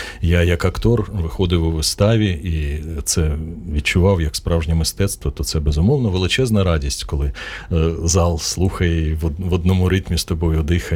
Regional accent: Kyiv, Ukraine; Ні, Київ – це моє рідне місто, улюблене місто. І, звісно, що я щасливий, що народився і живу в Києві. Хоча я подорожував багато, але завжди повертався до Києва і щасливий цим.

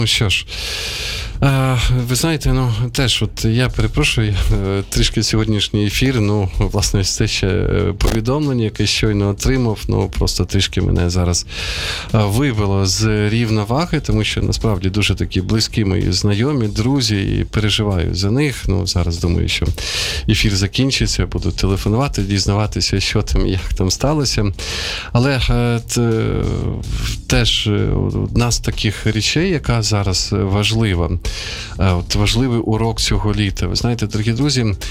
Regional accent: Sumy, Sumy Oblast, Ukraine; moved away; Це моє рідне місто теж

